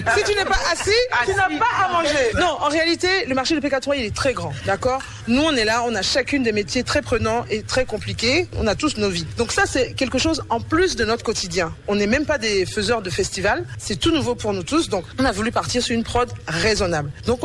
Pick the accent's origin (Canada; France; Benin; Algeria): Benin; born or raised there